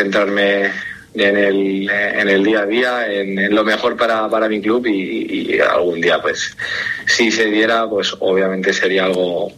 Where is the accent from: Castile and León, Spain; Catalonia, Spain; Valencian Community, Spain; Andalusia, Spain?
Valencian Community, Spain; Jávea; now in A Coruña, Spain; mi pueblo es Xàbia, y en castellano es Xàbia.